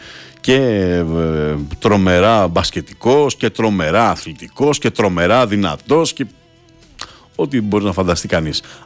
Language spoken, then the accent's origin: Greek; Greece; μπορώ εγώ τώρα να ταυτιστώ ως Έλληνας φίλαθλος